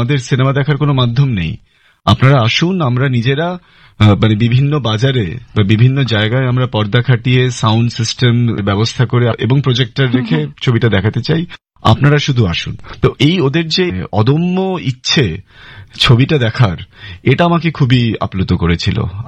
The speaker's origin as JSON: {"language": "Bangla", "town": "Durgapur", "region": "West Bengal", "country": "India", "tie": "born or raised there"}